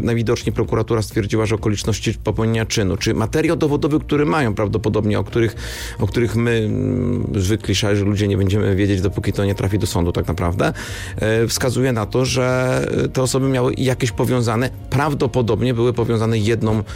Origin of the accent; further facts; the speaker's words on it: Kraków, Lesser Poland, Poland; Ja jestem Krakusem.